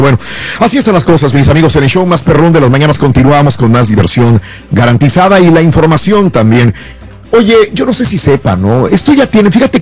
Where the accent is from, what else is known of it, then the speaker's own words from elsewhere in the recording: Mexico; hablo por México, que soy mexicano